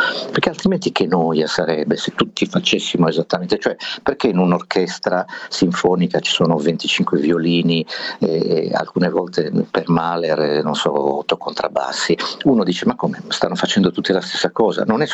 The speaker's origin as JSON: {"language": "Italian", "town": "Berchidda", "region": "Sardinia", "country": "Italy", "tie": "born or raised there", "said": "io la prima volta che sono uscito da Berchida, dal mio paese, per andare al paese vicino, so che fa ridere, ma erano altri tempi, il paese vicino era Monti, che stava a 15 km da Berchida"}